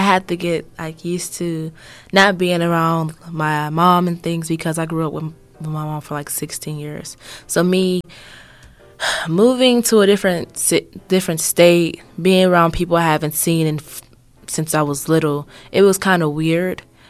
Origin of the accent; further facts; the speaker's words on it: Flint, Michigan, United States; moved away; I honestly just want to go and go back to my hometown, Flint, Michigan.